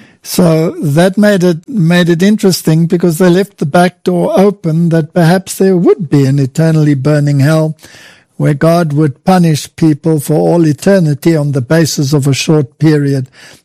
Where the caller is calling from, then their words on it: Hoedspruit, Limpopo, South Africa; We're in a town called Hoedspruit, which translated means Hat Creek